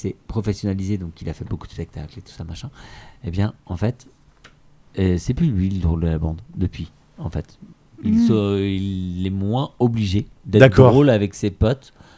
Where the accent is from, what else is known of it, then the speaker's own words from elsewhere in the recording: Mayenne, Pays de la Loire, France; quand j'étais gamin, donc j'ai grandi en Mayenne.